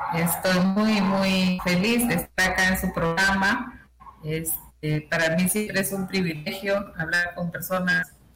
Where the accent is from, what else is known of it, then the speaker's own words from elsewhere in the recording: Morropón, Piura, Peru; Y es en el norte, justo cerca de Ecuador, en Piura. Yo vengo de un pueblo que se llama Morropón, y específicamente nací en Carrasquillo, que a propósito de mi apellido, era un pueblo muy pequeño